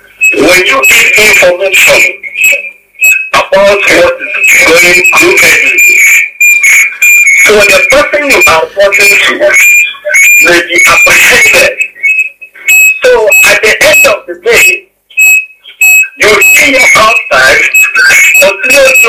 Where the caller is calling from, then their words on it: Mozambique; I'm calling from Mozambique.